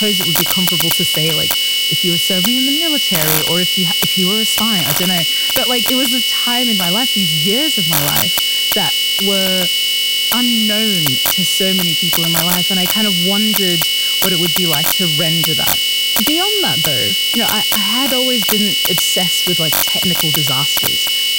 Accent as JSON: {"language": "English", "country": "Australia", "tie": "born or raised there", "also_born_or_lived": "Sudan", "said": "So I'm a gal who loves a bit of an adventure. I was born in Sudan. I was raised in Australia."}